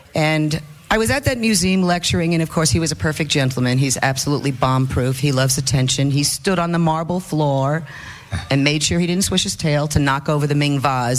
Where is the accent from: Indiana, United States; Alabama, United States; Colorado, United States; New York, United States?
New York, United States; Long Island; Yes, Long Island, New York.